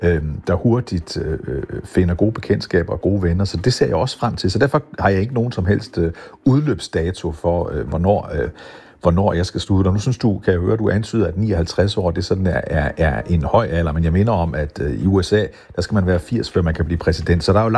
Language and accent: Danish; Skagen, North Denmark Region, Denmark; born there; moved away as an adult; also born or lived in Nibe / Suldrup, Himmerland; now in Bornholm, Denmark; nu sagde du, at jeg var født i Nibe. Det var tilfældigt, fordi vi boede faktisk i Skagen, da jeg var barn.